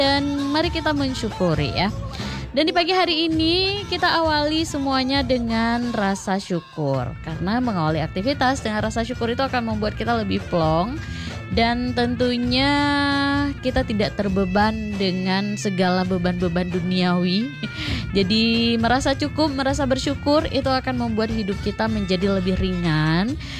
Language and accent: Indonesian; Aceh, Indonesia; kalau kita orang Aceh